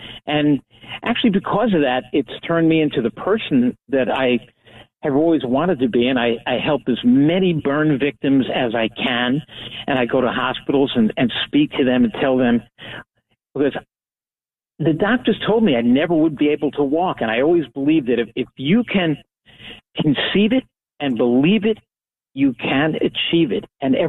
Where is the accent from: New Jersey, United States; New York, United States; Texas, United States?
New York, United States; Long Island; I grew up on Long Island. I'm a Long Islander through and through and through.